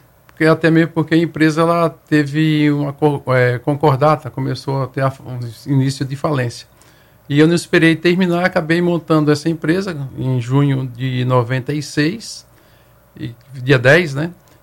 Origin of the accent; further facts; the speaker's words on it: Sergipe, Brazil; also born or lived in Santos; now in Alagoas, Brazil; que eu vim para cá, para Alagoas, que eu sou do estado de Sergipe, mas morava em Santos, né?